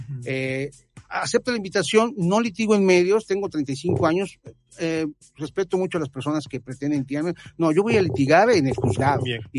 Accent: Xalapa, Veracruz, Mexico; born there; yo tengo 35 años. Nací en Jalapa

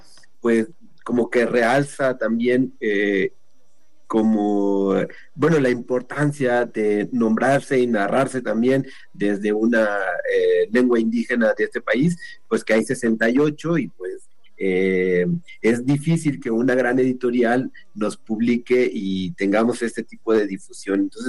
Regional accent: Zoque area, Mexico; moved away as an adult; now in Mexico City, Mexico

